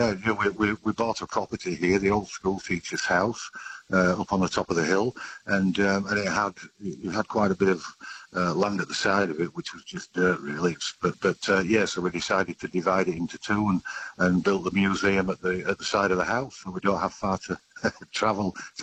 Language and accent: English; Yorkshire and the Humber, United Kingdom; now in Australia; Yeah, it is the Northern Hemisphere, and it's the north of England. Yeah, I'm actually from Yorkshire in the north of England, yeah.